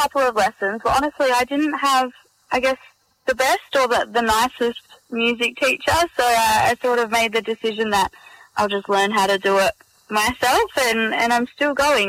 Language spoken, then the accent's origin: English; Serpentine, Western Australia, Australia; Yeah, honestly, I've probably had the best childhood that a kid could ever ask for. My parents built there 30-something years ago.